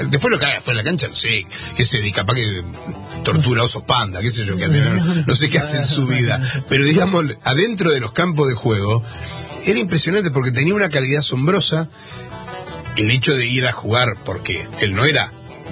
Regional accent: Argentina

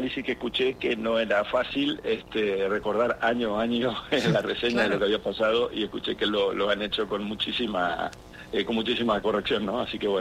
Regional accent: Argentina; Creo que nos merecemos como Argentina un régimen penal juvenil, pero no un fulbito para la tribuna.

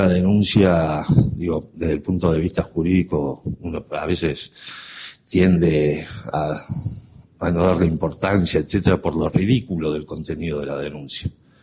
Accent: Tucumán, Argentina; nosotros ya como tucumanos

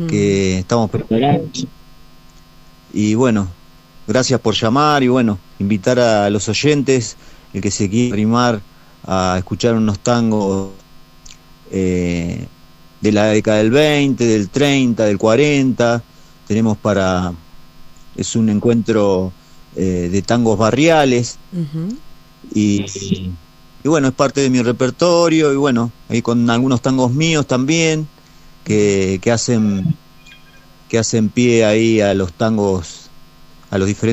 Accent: Rafael Calzada, Buenos Aires Province, Argentina; born there; now in El Bolsón, Argentina; Yo estoy nacido en Rafael Calzada, en el sur de la provincia de Buenos Aires.

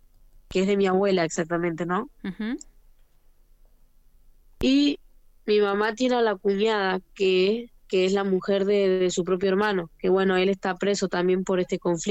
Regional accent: Río Gallegos, Santa Cruz, Argentina; now in Quilmes, Argentina; Sí, sí, yo soy de Santa Cruz.

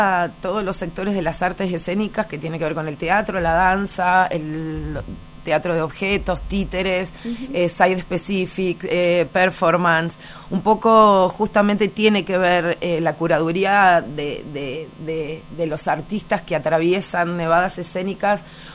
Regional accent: Rosario, Santa Fe, Argentina; born there; moved away as an adult; now in Bariloche, Argentina; yo llegué a Bariloche por primera vez, soy rosarina, vivo, uh-huh. o sea, ya soy barilochense, pero nací en Rosario, estoy acá hace 15 años, pero la primera vez que vine fue en el 2004

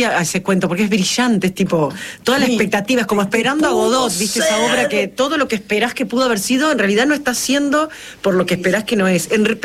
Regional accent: Uruguay; somos caborteros los uruguayos.

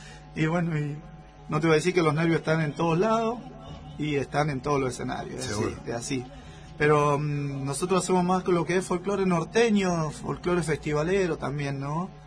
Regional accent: San Miguel de Tucumán, Tucumán, Argentina; moved away as an adult; now in San Rafael, Argentina; yo soy San Miguel de Tucumán, nacido allá, criado allá.

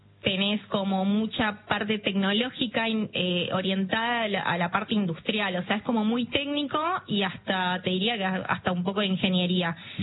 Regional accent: Misiones, Argentina; moved away as an adult; now in Mar del Plata, Argentina; Estudié en la Universidad Nacional de Mar del Plata, yo soy de Misiones. Cuando termino el colegio me voy a vivir a Mar del Plata.

